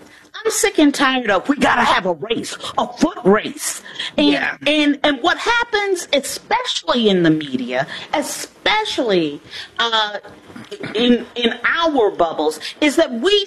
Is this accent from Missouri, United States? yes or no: yes; Missouri, United States; I'm from Missouri. Show me.